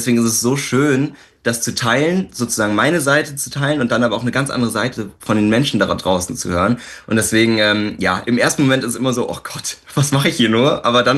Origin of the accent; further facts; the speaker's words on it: Landsberg, Germany; now in Berlin, Germany; Ich komme ja eigentlich aus Landsberg, aus einem Dörfchen oder so ein Städtchen